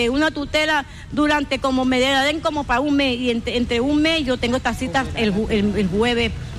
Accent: Santa Marta, Magdalena, Colombia; Nada más que tengo familia aquí en Barranquilla y en Santa Marta, porque soy de Santa Marta.

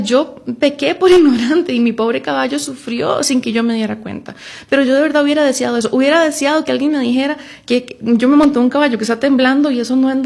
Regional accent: Guadalupe, San José, Costa Rica; born there; now in Heredia, Costa Rica; yo nací en Guadalupe, pero llevo 20 años de vivir en Heredia.

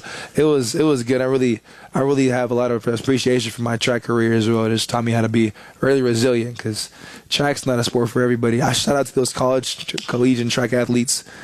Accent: Crandall, Texas, United States; Yeah, so Crandall, Texas is about 25 minutes east of downtown Dallas. And it's a smaller town. It's growing now, but it's a smaller town.

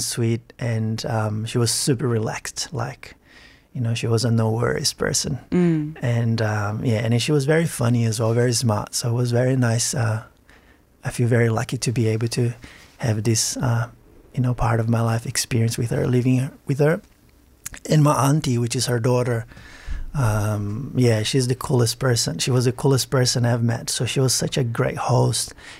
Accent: São Paulo, Brazil; born or raised there; moved away as an adult; now in Australia

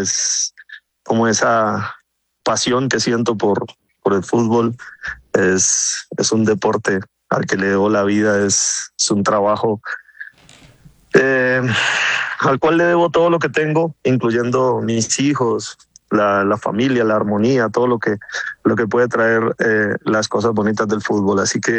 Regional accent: Colombia

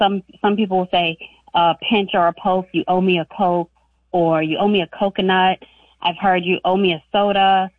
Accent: New York, United States; And I grew up in Long Island, so.

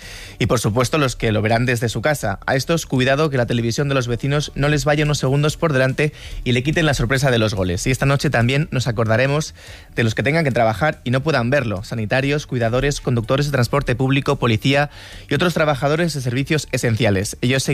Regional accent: Spain; María, yo como muchísimos españoles lo voy a ver en un bar.

